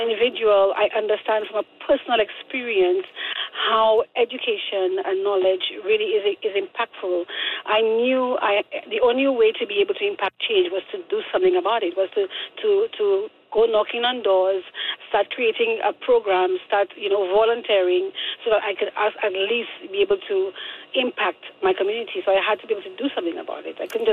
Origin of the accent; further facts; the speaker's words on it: St. Lucia; Oh, that's a good question, because I am from the Caribbean, but also traveled extensively.